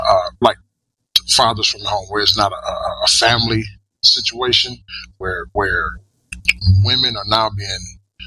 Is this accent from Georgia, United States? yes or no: yes; Georgia, United States; I grew up in Georgia. I'm in the North Coast now, but I grew up in Georgia. Extremely poor, from a poor family, poor background